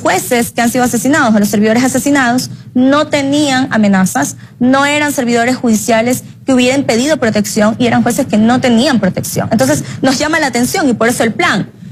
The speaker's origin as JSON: {"language": "Spanish", "region": "Los Ríos", "country": "Ecuador", "said": "Los Ríos, por ejemplo, es mi tierra, mi provincia."}